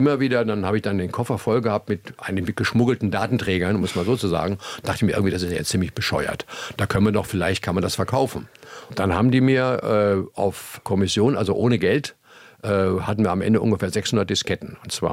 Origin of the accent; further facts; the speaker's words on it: Stadthagen, Lower Saxony, Germany; born there; Also, dass ich, wo ich geboren bin, in Stadthagen bei Hannover, meine Eltern waren mit der Druckerei befreundet, die im Nebenhaus war.